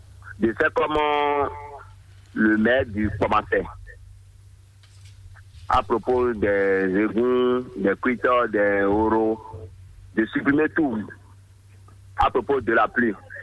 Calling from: Ouidah, Atlantique, Benin; nous les personnes handicapées, qui est à Ouida.

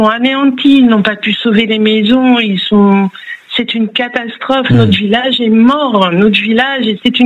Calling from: Lacanau, Nouvelle-Aquitaine, France; Alors, moi je suis habitante du Porge et je suis évacuée sur le lac de Lacanau à Carrère depuis mercredi dernier.

